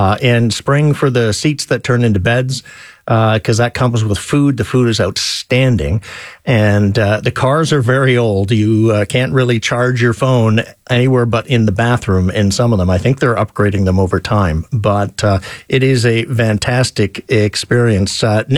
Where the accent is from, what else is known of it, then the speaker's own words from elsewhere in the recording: Kamloops, British Columbia, Canada; now in Toronto, Canada; I grew up in Kamloops and would go down to Vancouver quite often by VIA.